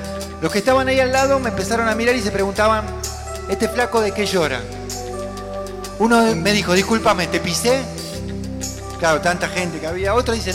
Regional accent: Argentina; Saben que es una canción muy conocida en mi país.

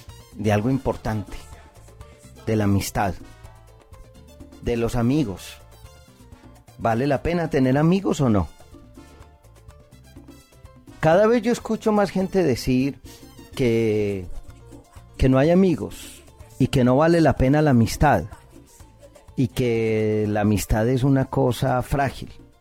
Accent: Colombia; Inclusive, en mi país, Colombia, hay un programa hecho por unos hombres

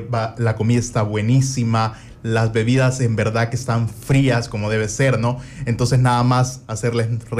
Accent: El Salvador

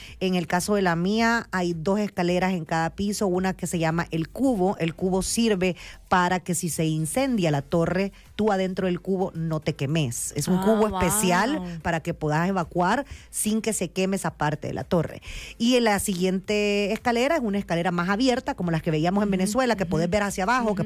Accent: El Salvador; Nosotros somos el Valle de las Hamacas, es un país sísmico.

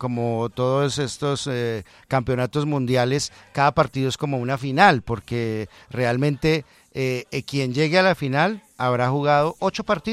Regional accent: Colombia; lo más destacado hasta este momento para nosotros como colombianos es que Colombia comenzó con pie derecho.

